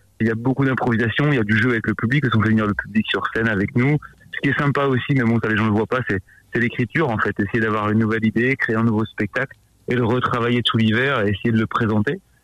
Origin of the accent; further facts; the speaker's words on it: Lille, Hauts-de-France, France; now in Lourdes, France; On a déménagé à Lourdes il y a 4 ans, une compagnie, on vient de Lille